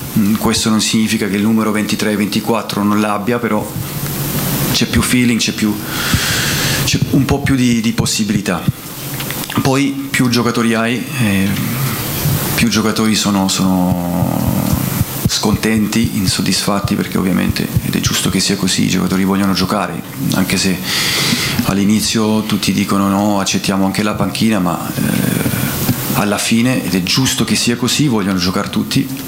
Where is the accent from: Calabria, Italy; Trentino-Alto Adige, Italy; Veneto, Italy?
Calabria, Italy; Bocchigliero; also born or lived in Rossano; Io sono nato a Rossano, ma sono di Bocchigliero, un paese che io, sì, io amo